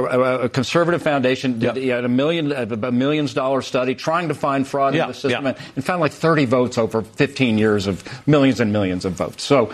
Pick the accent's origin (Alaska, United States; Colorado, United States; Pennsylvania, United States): Colorado, United States; I come from Colorado, which has had mail-in voting for a long time.